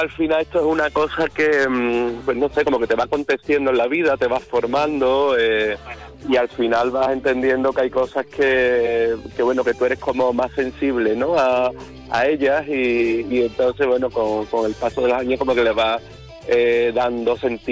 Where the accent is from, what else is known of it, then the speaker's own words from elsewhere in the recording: Andalusia, Spain; como andaluces, además, tenemos la suerte de tener una historia vastísima, de tener una cultura enorme y de haber sido un crisol de culturas y bueno, tenemos que estar orgullosos de eso, ¿no?, de ser andaluces.